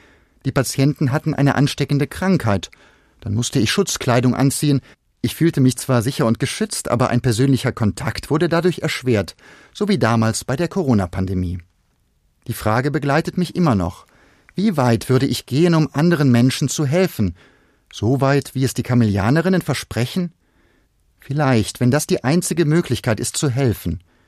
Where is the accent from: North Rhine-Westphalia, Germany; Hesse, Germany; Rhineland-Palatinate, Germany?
North Rhine-Westphalia, Germany; Düren; In meiner Heimatstadt Düren sind mir vor einigen Jahren indische Ordensschwestern begegnet